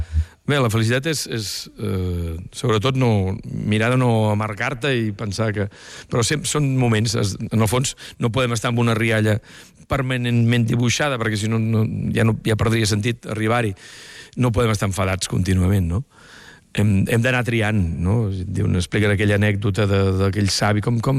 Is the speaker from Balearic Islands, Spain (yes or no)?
no; Vila-seca, Catalonia, Spain; dibuixant de còmic del meu poble, de Vilaseca.